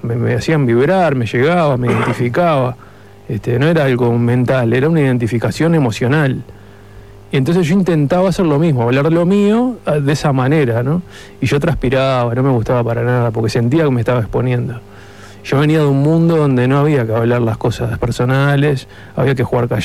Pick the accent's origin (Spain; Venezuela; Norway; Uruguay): Uruguay; Montevideo; yo soy de Montevideo